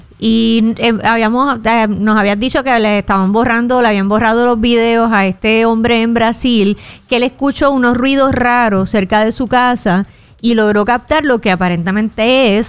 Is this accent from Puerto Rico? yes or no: yes; Puerto Rico; Sí, porque antes lo más que uno podía ver era, por lo menos allá en el campo, yo llegué a ver las boas de Puerto Rico, pero esas boas le tenían más miedo a uno que lo que uno le tenía a ella.